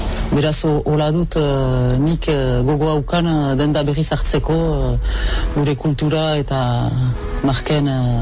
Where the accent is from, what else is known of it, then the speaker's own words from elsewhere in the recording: Nouvelle-Aquitaine, France; Sortzez amizkustara naiz